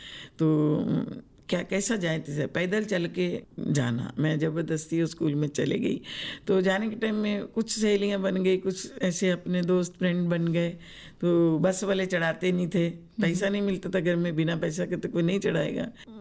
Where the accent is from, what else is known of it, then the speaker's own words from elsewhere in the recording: Jalandhar district, Punjab, India; moved away as an adult; now in Andaman and Nicobar Islands, India; Actually मेरा जन्म पंजाब में हुआ था। मेरा गांव का नाम है संधवा, जिला जलंधर। तो शादी के बाद में हम यहाँ अंडमान में आ गए।